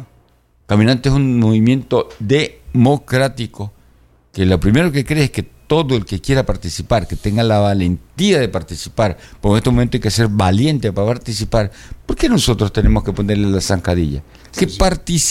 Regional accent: Manabí, Ecuador; yo soy manabita, pues

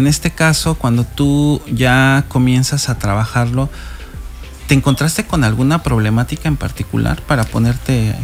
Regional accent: Mexico City, Mexico; now in Cancún, Mexico; Bueno, vienes de Ciudad de México, paisana, yo también soy de Ciudad de México.

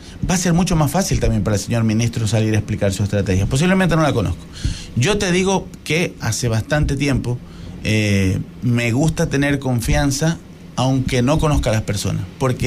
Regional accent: Ecuador; yo soy ecuatoriano

